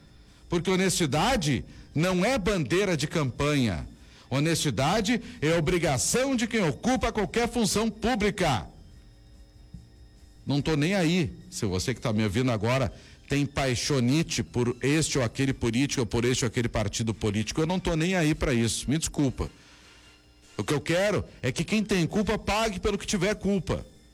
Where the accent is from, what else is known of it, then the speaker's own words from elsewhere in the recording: Brazil; mas eu como brasileiro estou cansado disso tudo aí.